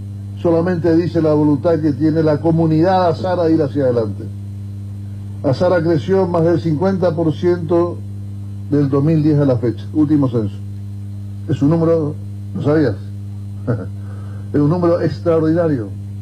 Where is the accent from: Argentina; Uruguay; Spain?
Argentina; Oberá, Misiones; yo soy de Oberá, por acá entraron los nórdicos, los suecos, los noruegos, los finlandeses, dinamarqueses, también entraron por acá.